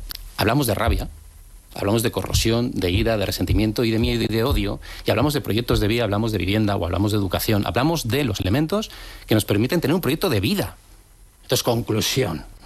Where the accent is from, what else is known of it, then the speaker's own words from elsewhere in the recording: San Sebastián, Basque Country, Spain; now in Madrid, Spain; Nuestra generación, por ejemplo, yo cuando llegué de Donosti a Madrid, hoy Madrid F, que eso da para un programa entero.